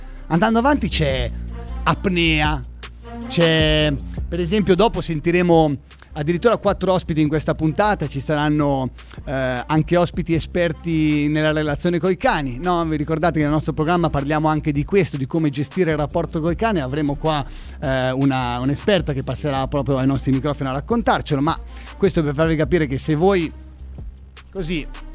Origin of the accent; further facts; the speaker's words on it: Senigallia, Marche, Italy; sempre Mindset, siamo da Senigallia